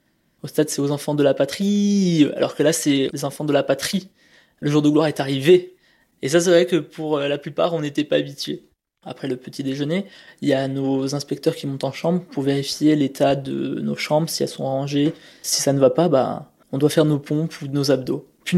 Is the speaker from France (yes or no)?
yes; Hyères, Provence-Alpes-Côte d'Azur, France; now in Nice, France; J'ai grandi à Hyères, dans le Var.